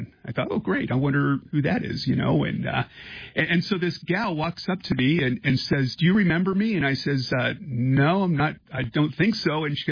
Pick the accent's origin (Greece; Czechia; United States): Czechia; And I left Kosovo like within the next couple weeks, and I returned to my home country. I was in the Czech Republic